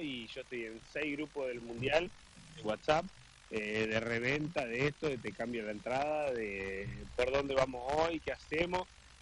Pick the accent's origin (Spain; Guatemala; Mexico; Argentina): Argentina; Ahí somos todos argentinos